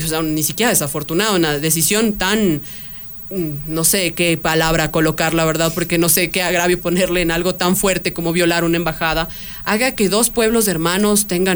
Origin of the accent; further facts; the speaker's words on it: Ecuador; los ecuatorianos hemos crecido en medio de la cumbia a todo volumen